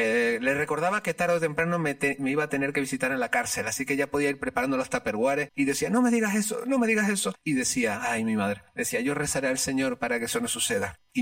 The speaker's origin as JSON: {"language": "Spanish", "area": "La Palma", "region": "Canary Islands", "country": "Spain", "said": "en La Palma, desde donde yo soy, eran latinos heavy."}